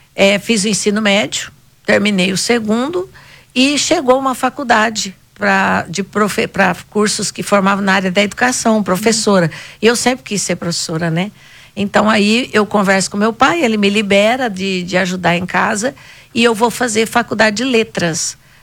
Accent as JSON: {"language": "Portuguese", "region": "Rondônia", "country": "Brazil", "tie": "born there", "also_born_or_lived": "Paraná"}